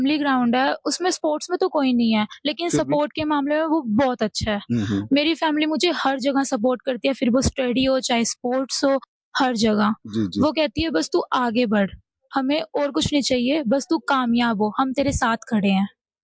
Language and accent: Hindi; Sri Ganganagar, Rajasthan, India; और मैं श्री गंगानगर राजस्थान से हूँ